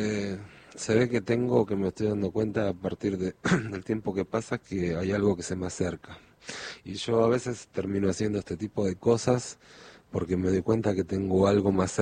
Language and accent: Spanish; Lincoln, Buenos Aires Province, Argentina; Vengo de Lincoln.